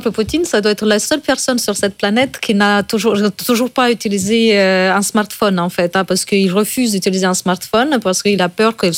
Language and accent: French; France; comme chez nous en France